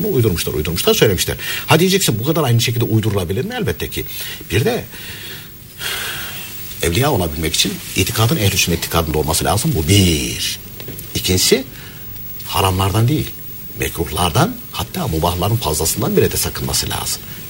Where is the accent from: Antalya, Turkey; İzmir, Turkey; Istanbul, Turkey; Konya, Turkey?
Konya, Turkey; Ben de Konyalıyım.